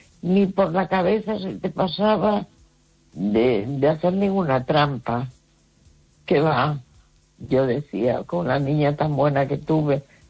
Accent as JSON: {"language": "Spanish", "town": "A Coruña", "region": "Galicia", "country": "Spain"}